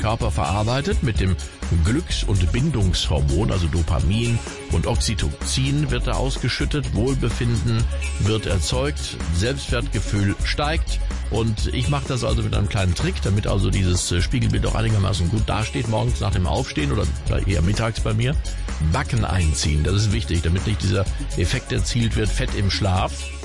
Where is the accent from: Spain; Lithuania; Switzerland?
Spain; German is a second language; Da schimpft man nicht den ganzen Tag, sondern ich bin ja Spanier.